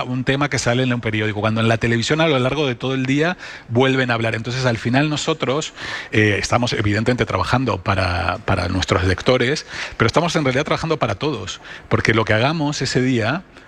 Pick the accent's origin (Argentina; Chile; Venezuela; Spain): Argentina; Buenos Aires; Yo me crié en Buenos Aires, pero iba al kiosco en mi barrio y estaba el país todos los días